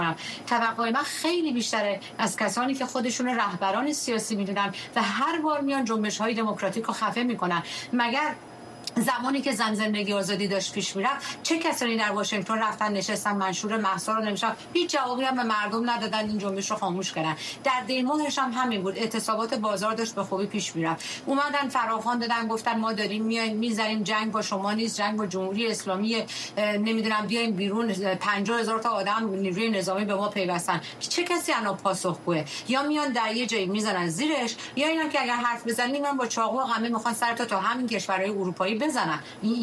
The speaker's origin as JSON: {"language": "Persian", "country": "Iran", "said": "ما در یک کشوری بزرگ شدیم که از بچگی به ما گفتن احترام بذار"}